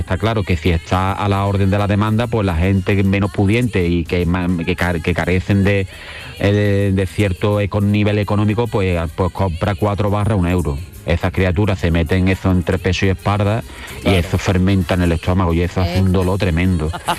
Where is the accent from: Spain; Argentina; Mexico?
Spain; Jerez de la Frontera, Andalusia; Yo soy de Jerez